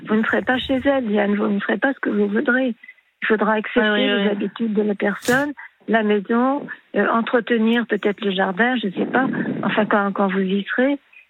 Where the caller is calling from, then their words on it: Aix-les-Bains, Auvergne-Rhône-Alpes, France; J'habite en Savoie, à Aix-les-Bains.